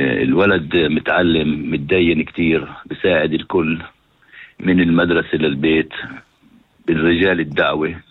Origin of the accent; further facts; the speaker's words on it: Jerusalem, Palestine; moved away as an adult; now in Jaffa, Israel; احنا في القدس. القدس أنا من القدس الأصل، بس في تعرف أنا سكان يافا إلي 40 سنة هون، متجوز من يافا ومخلف من يافا